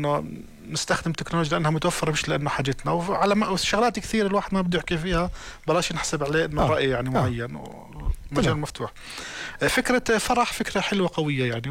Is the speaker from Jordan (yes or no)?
yes; Jordan; بجوز احنا عندنا بالأردن